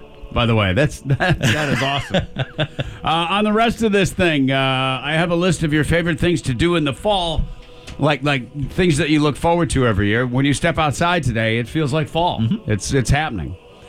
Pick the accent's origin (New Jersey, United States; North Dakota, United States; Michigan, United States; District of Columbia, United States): Michigan, United States; What about Michigan, my home state?